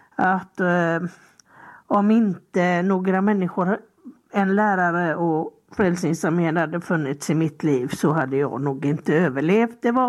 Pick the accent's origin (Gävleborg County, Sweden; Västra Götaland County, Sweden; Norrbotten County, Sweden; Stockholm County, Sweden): Västra Götaland County, Sweden; Gothenburg; Jag växte upp i Landala.